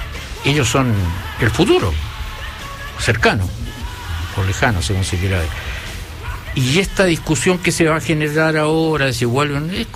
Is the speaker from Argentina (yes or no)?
no; Chile; yo soy chileno también